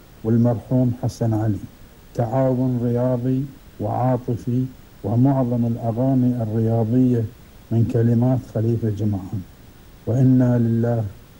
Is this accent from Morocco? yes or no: no; Qatar; وأعزي جميع الفنانين القطريين